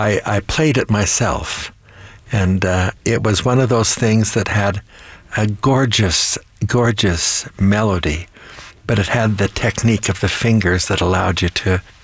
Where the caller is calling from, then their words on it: Mapleton, Utah, United States; I'm from Mapleton, Utah